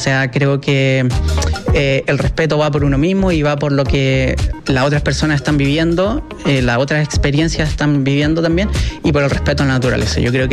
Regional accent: Santiago, Santiago Metropolitan Region, Chile; Yo vengo como de acá de Santiago originalmente

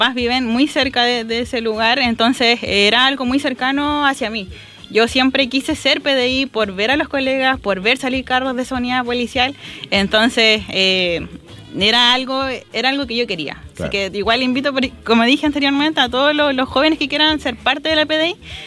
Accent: Talcahuano, Biobío, Chile; Oriundo de Talcahuano. Me crié. Me crié en el barrio, en el sector donde se van a formar los nuevos agentes policiales.

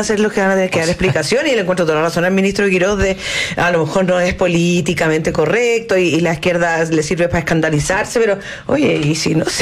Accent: Chile; Somos los chilenos.

